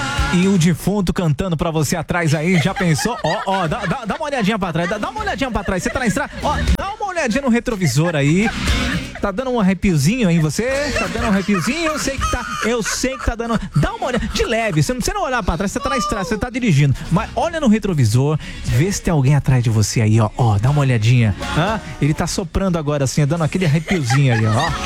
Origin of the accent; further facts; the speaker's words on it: Corumbá, Mato Grosso do Sul, Brazil; Bom dia, sou de Corumbá. Ó, tamo aqui no trabalho, aqui na padaria.